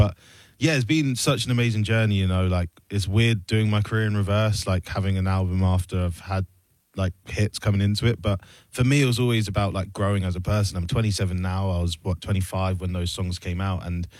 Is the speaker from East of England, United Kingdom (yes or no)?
yes; Luton, East of England, United Kingdom